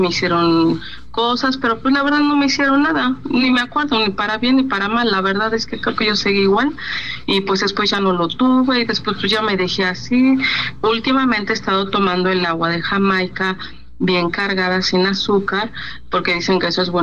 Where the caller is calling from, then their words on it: Cuernavaca, Morelos, Mexico; yo vivo en Cuernavaca.